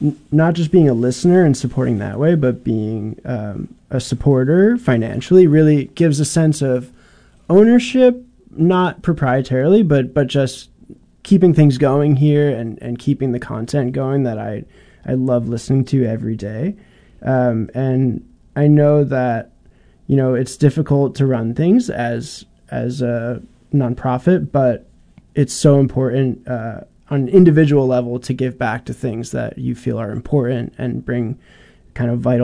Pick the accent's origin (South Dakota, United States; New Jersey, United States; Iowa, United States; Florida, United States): New Jersey, United States; Fair Lawn; also born or lived in Houston; now in Honolulu, United States; I grew up outside of New York City in a suburb of New Jersey called Fairlawn, and I grew up listening to WQXR, the classical station there.